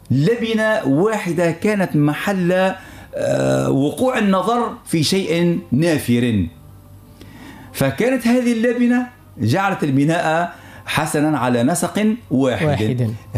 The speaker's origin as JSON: {"language": "Arabic", "country": "Tunisia", "said": "ونحن في تونس"}